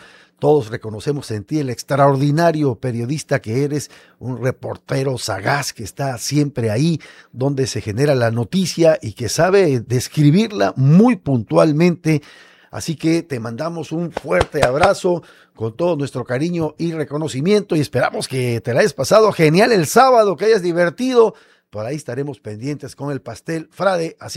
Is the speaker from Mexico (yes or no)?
yes; Mexico